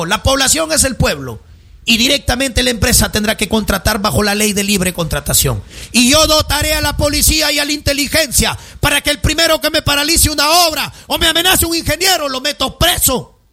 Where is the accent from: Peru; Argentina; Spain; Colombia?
Peru; Ferreñafe, Lambayeque; un ferreñafano como tú